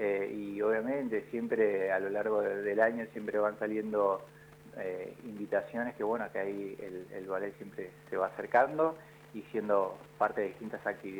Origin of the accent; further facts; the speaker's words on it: Argentina; nuestra esencia como argentino de raíz